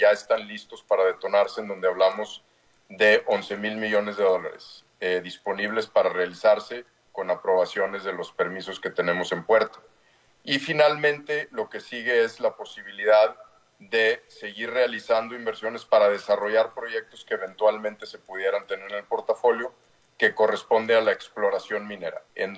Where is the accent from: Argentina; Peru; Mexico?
Mexico; los primeros beneficiados de la posibilidad de volver a abrir el sector minero somos los mexicanos